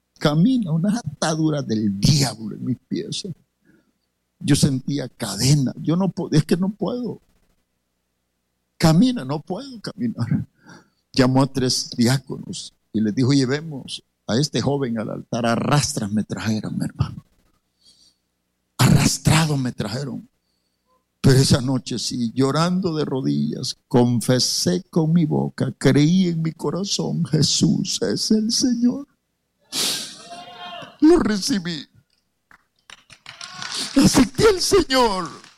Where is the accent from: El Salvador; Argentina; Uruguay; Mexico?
El Salvador; moved away; ¿Hay algún salvadoreño aquí o no? ¿Conoce algo de mi país?